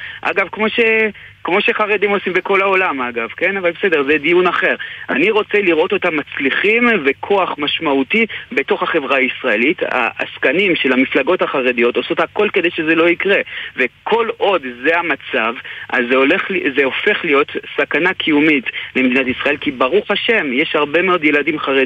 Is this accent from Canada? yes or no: yes; Canada; now in Israel; אני קנדי מנומס